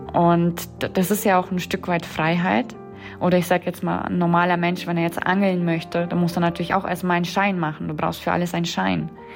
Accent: Kazakhstan; now in Germany; Also die Menschen waren auch nicht so offen und gastfreundlich, wie ich das aus meiner Heimat kannte. Damit musste man sich erstmal auseinandersetzen. Die Deutschen könnten sich von den Kasachen definitiv abgucken, diese offene, gastfreundliche und familiäre Miteinander sein. Das wird schon in Kasachstan sehr, sehr groß geschrieben.

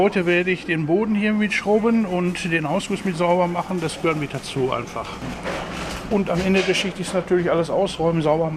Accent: Dortmund, North Rhine-Westphalia, Germany; born there; Ich bin gebürtiger Dortmunder, ja.

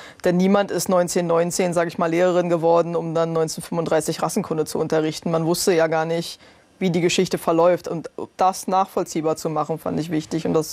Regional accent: Germany; moved away as an adult; now in United Kingdom; obwohl ich schon so lange in Großbritannien lebe, bin ich ja trotzdem in Deutschland aufgewachsen und habe also auch die übliche deutsche Schulbildung erfahren

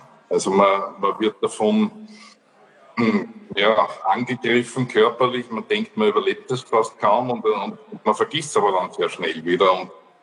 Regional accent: Austria

